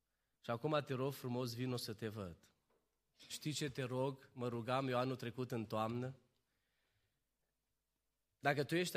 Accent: Romania

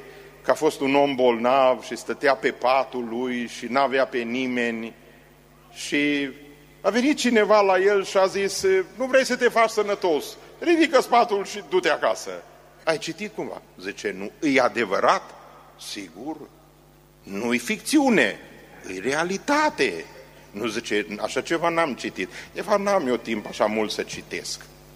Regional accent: Romania; moved away; Nu, zic, din Europa sunt.

